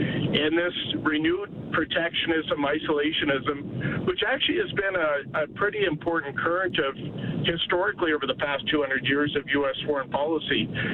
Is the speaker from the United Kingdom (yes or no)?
no; Edmonton, Alberta, Canada; But I grew up in Edmonton, and I'm actually an alum from the University of Alberta.